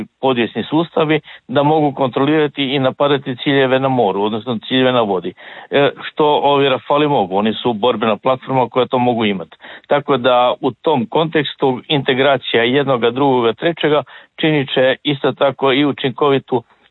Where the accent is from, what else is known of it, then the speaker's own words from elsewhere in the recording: Zagreb, City of Zagreb, Croatia; Ukrajinski dron je pao i kod nas u Zagrebu.